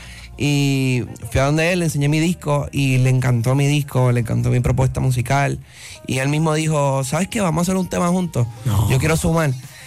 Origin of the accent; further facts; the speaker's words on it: Puerto Rico; porque yo soy de Puerto Rico.